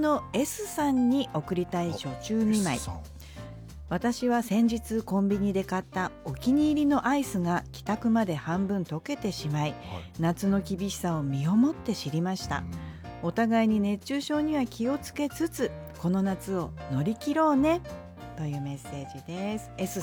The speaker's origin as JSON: {"language": "Japanese", "region": "Hokkaido", "country": "Japan", "tie": "born there", "moved": "yes"}